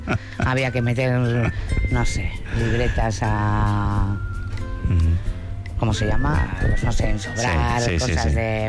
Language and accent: Spanish; Bilbao, Basque Country, Spain; born there; No, nací en Indautxu.